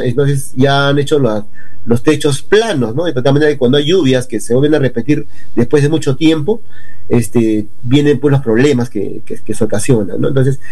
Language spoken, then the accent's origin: Spanish; Tacna, Peru; Quienes somos de Tacna o viven en Tacna muchos años